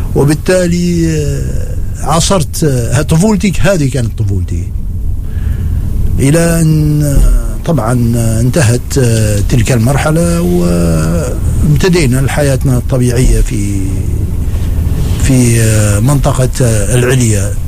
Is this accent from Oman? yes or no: yes; Tanuf, Ad Dakhiliyah, Oman; تنوف أول شيء هي مسقط رأسي يعني، وبداية حياتي أول ما ابتديت كانت تنوف